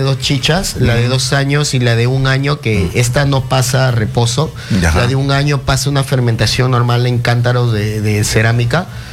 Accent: Pacasmayo, La Libertad, Peru; now in Trujillo, Peru; Yo soy de Pacasmayo, pero ya vivo bastante tiempo en Trujillo

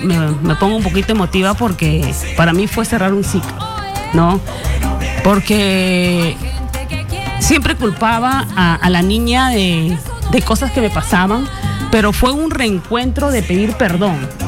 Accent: Motupe, Lambayeque, Peru; moved away; cuando regreso a Motupe. El lugar no es, pues, son personas muy humildes, pero regresar a mi pueblo es algo muy significativo

